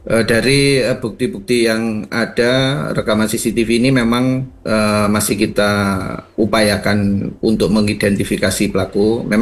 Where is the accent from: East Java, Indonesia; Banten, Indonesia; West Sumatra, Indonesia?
East Java, Indonesia; Malang; Saya sendiri warga Kota Malang